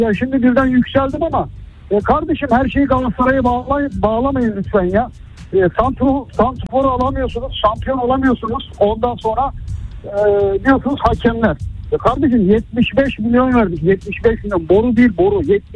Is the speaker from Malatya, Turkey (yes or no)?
no; Fatsa, Ordu, Turkey; Ben de Ordu Fatsalıyım. Bizim oradan geçiyor. Bizim oradan geçmeden Giresun'a geçemiyor.